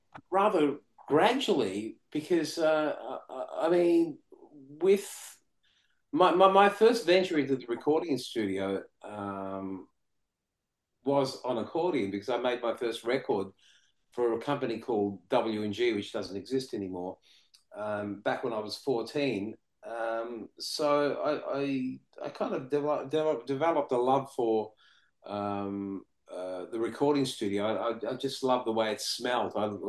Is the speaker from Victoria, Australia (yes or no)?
yes; Melbourne, Victoria, Australia; if you're an Italian kid growing up in Brunswick, in Melbourne, which had so many, was inhabited by so many Italians